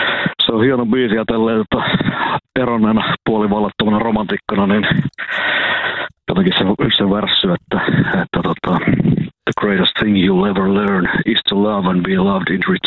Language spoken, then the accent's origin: Finnish; Kuopio, North Savo, Finland